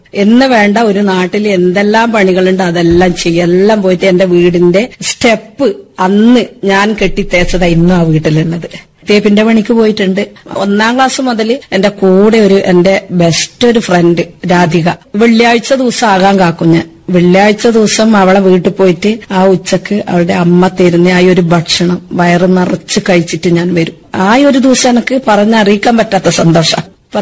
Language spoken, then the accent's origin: Malayalam; Chavassery, Kerala, India; മട്ടന്നൂരിനടുത്ത് ചാവശ്ശേരി എന്ന എന്റെ ജന്മസ്ഥലം.